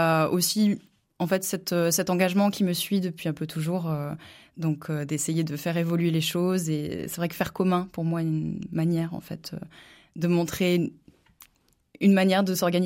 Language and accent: French; Brittany, France; now in Charente, France; Avant, donc moi je suis bretonne, donc il y a eu cette partie-là.